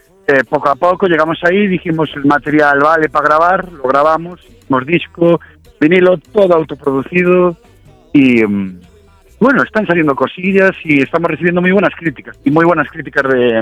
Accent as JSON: {"language": "Spanish", "town": "Ourense", "region": "Galicia", "country": "Spain", "moved": "as an adult", "lives_now": "Santiago de Compostela, Spain", "said": "somos de Ourense toda la vida, pero yo llevo años viviendo en Santiago de Compostela"}